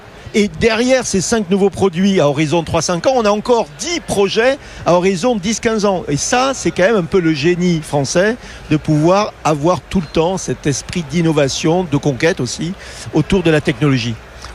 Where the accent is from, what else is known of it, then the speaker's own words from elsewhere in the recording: France; c'est pas parce que je suis français que je le dis